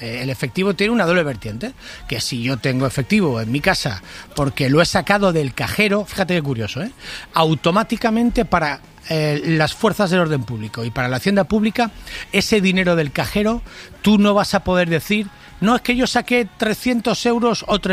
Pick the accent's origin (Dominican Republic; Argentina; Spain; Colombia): Spain; Valencia, Valencian Community; born or raised there